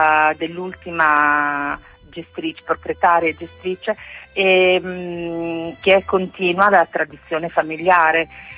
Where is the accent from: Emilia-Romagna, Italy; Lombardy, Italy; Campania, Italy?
Emilia-Romagna, Italy; Alfonsine; accent: Romagnolo; sono di Alfonsine, vicino a Ravenna.